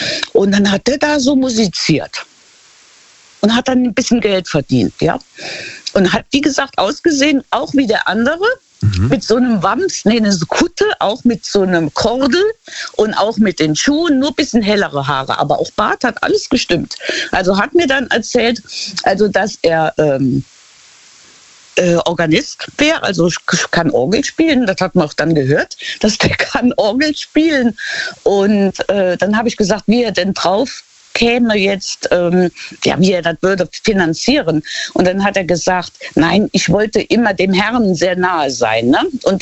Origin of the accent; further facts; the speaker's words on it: Luxembourg; und dieses Gemäldekaffee heißt das bei uns in Luxemburg